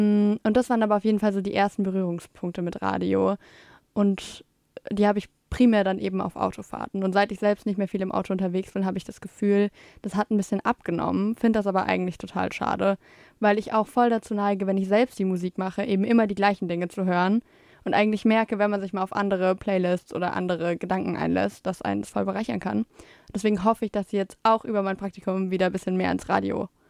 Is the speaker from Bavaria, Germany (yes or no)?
no; Hesse, Germany; Ich komme nicht aus Tübingen. Ich komme aus der Nähe von Darmstadt ursprünglich.